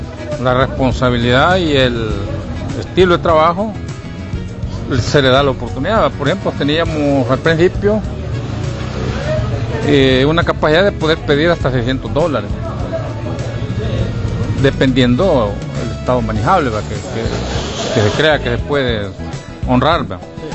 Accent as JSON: {"language": "Spanish", "region": "Usulután", "country": "El Salvador", "said": "Yo vengo de aquí, del Cantón El Tablón."}